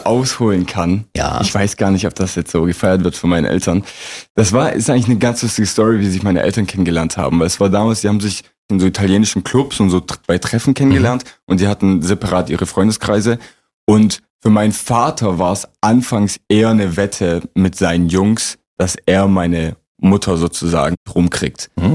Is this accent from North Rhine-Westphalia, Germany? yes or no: no; Leonberg, Baden-Württemberg, Germany; born there; Leonberg.